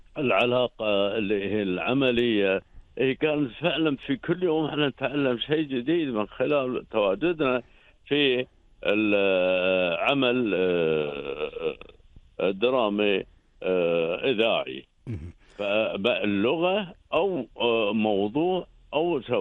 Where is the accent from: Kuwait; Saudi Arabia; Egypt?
Kuwait; عندنا هنا مثلا في الكويت